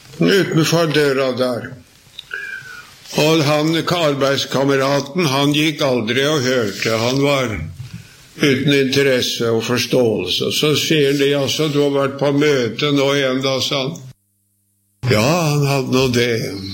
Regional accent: Sarpsborg, Østfold, Norway; hjemme i Sarpsborg, jeg vokste opp der.

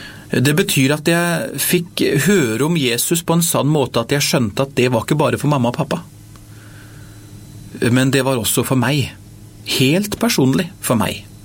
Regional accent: Bamble, Telemark, Norway; moved away; en liten enkel ungdom fra Bamble kommune i Telemark fylke.

